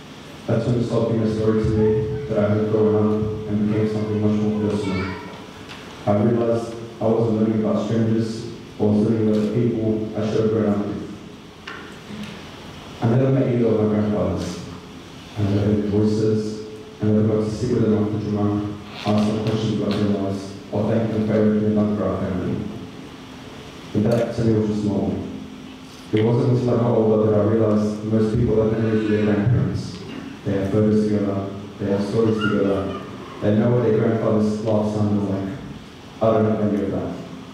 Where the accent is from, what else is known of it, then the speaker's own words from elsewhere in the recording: Sydney, New South Wales, Australia; born there; I'm 19 years old, and I was born here in Sydney, Australia.